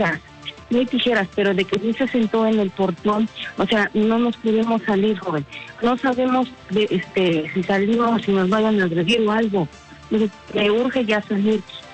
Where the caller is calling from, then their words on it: Mexico; soy mi privada de Violeta, de 1418, en Viveros del Valle